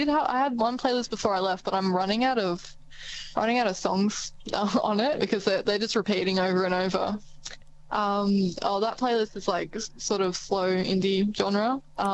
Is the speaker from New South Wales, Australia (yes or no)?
no; Melbourne, Victoria, Australia; because I'm from Melbourne, I hadn't heard